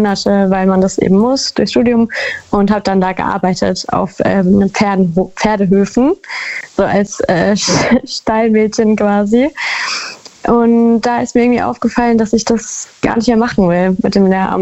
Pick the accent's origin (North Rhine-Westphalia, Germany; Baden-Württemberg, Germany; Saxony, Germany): Baden-Württemberg, Germany; Ich komme aus der Nähe von Karlsruhe.